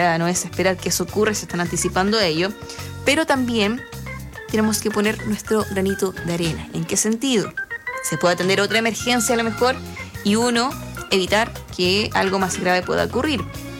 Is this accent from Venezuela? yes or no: no; Chile; Pero, como buena chilena, digo que es chilena.